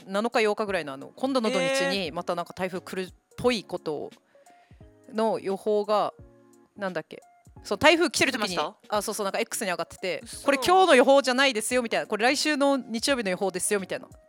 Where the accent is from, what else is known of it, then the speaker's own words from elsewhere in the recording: Okinawa, Japan; 私は沖縄市の人間なんで